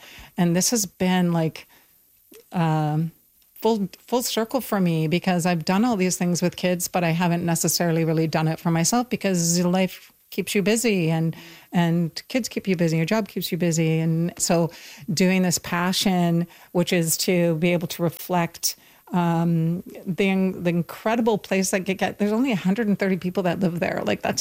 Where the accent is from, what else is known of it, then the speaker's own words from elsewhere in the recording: Hartley Bay, British Columbia, Canada; from Hartley Bay in the Gitkat Nation.